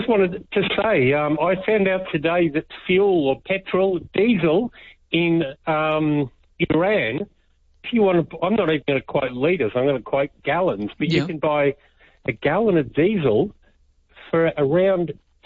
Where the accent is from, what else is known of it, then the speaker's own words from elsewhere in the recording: Victoria, Australia; I'm from Victoria, so I think what Dan Andrews did to the place.